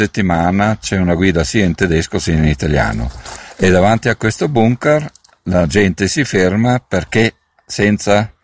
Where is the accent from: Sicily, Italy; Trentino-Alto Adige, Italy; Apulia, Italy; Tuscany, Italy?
Trentino-Alto Adige, Italy